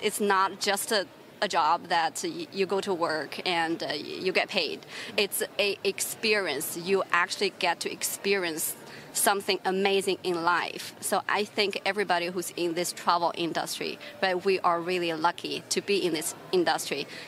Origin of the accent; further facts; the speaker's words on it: China; English is a second language; I'm very lucky to be part of growing up in China.